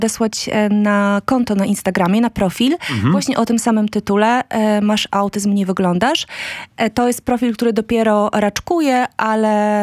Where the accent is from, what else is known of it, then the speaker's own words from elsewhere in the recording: Mława, Masovian Voivodeship, Poland; now in Gdańsk, Poland; Ja generalnie pochodzę z małego miasta, już od dawna nie mieszkam, natomiast jakby moi rodzice dalej zostali w Mławie.